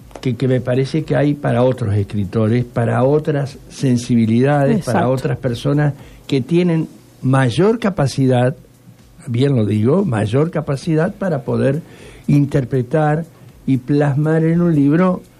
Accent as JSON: {"language": "Spanish", "region": "Santa Fe", "country": "Argentina", "said": "¿Por qué somos los santafesinos como somos?"}